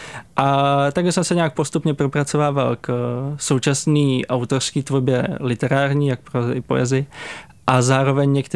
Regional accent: Jablonec nad Nisou, Liberec Region, Czechia; Asi úplně na začátku bylo to, že jsem vyrůstal v Jablonci nad Nisou, což je hezký město, hezké místo, rád se tam vracím

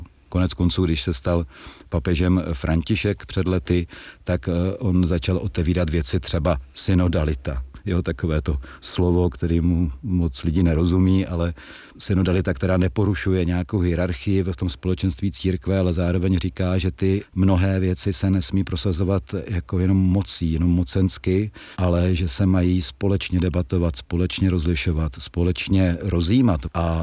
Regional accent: Brno, South Moravian Region, Czechia; Ale pochopitelně já jsem rodilý Brňák

